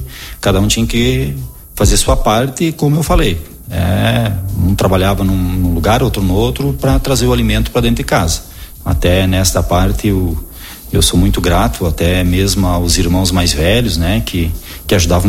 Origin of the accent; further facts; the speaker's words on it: Marau, Rio Grande do Sul, Brazil; eu nasci na Laranjeira, aqui no interior do Marau, então nasci ali, a minha família era dali, né? Irmãos também nasceram lá, se eu não me engano, todos da minha família nasceram nessa região ali